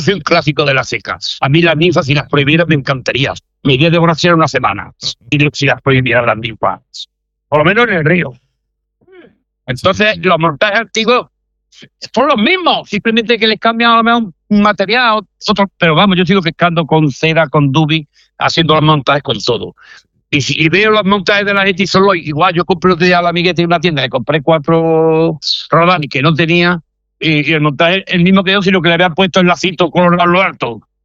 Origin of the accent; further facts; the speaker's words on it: Córdoba, Andalusia, Spain; also born or lived in La Rioja; Soy andaluz, soy cordobés y adoptivo de La Rioja.